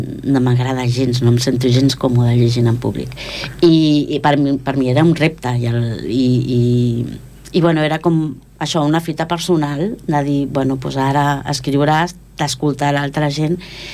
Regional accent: Esplugues de Llobregat, Catalonia, Spain; l'Agost i jo sí que ens perquè som d'Esplugues

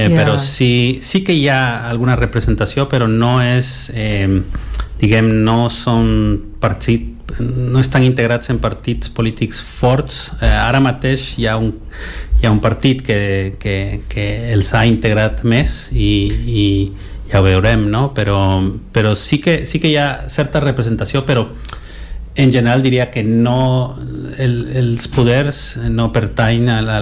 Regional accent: Guatemala City, Guatemala Department, Guatemala; moved away as an adult; vaig néixer a Guatemala a l'any 77 i vaig viure allà fins als 18 anys i tinc tota la meva família allà.

